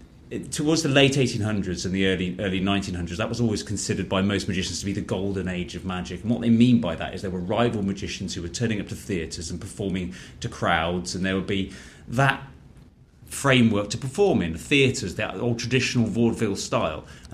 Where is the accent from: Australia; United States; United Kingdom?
United Kingdom; it's like certainly in the UK, it's where I'm from. You can tell by my Kentucky accent.